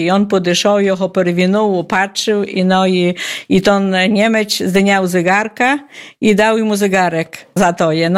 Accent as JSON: {"language": "Polish", "town": "Szerszenie", "region": "Podlaskie Voivodeship", "country": "Poland", "tie": "born or raised there", "lives_now": "Siemiatycze, Poland", "said": "Ja się urodziłam w Szerszeniach. To jest 7 kilometrów od Siemiatycz. Mieszkam teraz w Siemiatyczach"}